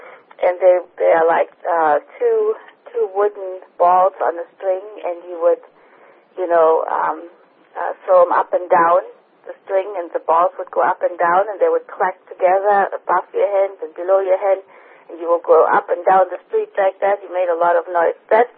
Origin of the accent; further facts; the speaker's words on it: Germany; now in Central Coast, California, United States; I was raised in Germany.